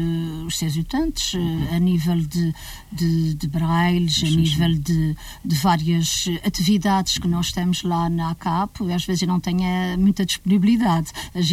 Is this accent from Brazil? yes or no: no; Nordeste, Azores, Portugal; Aliás, eu sou natural do Nordeste.